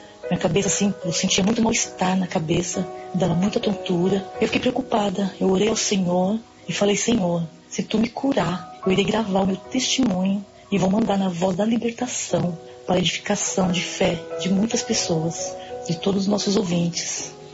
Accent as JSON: {"language": "Portuguese", "town": "Guararema", "region": "São Paulo", "country": "Brazil", "said": "sou de Guararema, São Paulo."}